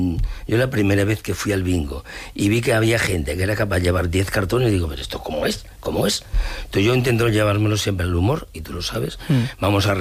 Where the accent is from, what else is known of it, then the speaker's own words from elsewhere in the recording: Ourense, Galicia, Spain; Yo soy de Orense, orensano.